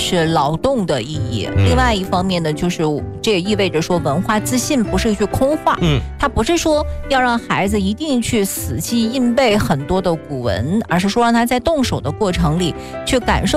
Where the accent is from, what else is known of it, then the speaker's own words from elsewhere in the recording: China; 我们中国人